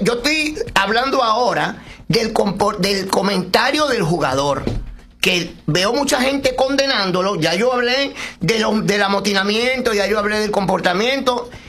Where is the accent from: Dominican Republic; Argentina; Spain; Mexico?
Dominican Republic; yo como dominicano